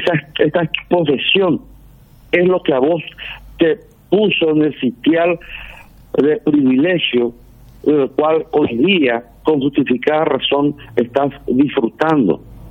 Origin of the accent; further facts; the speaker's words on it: Paraguay; sino soy el cirujano paraguayo que representa a su país, a su patria.